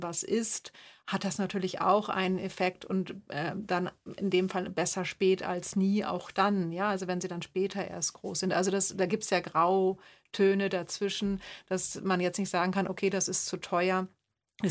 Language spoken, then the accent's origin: German; Germany; now in Austria; ich als Deutsche in Österreich kann nur wenig wählen.